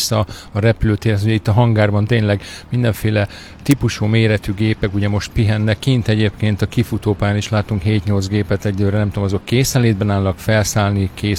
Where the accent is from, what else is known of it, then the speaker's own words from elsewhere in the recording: Komló, Baranya, Hungary; én amikor gyerek voltam Komlón